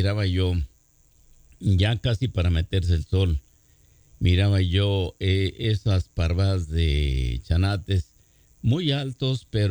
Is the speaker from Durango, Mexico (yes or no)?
yes; Durango, Mexico; en Durango, ¿verdad? Mi tierra preciosa.